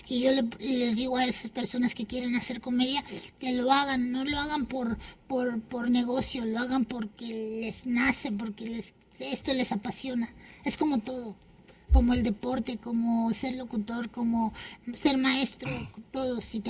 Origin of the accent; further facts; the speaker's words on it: Zumpango, State of Mexico, Mexico; Somos del Estado de México, estamos ahí cerquita de, se llama... Zumpango, pero estamos al ladito del nuevo aeropuerto de la ciudad del Estado de México, del AIFA